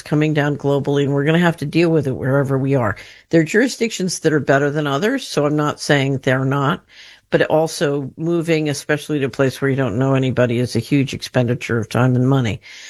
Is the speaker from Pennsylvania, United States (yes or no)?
yes; Philadelphia, Pennsylvania, United States; yeah, I grew up in West Philadelphia.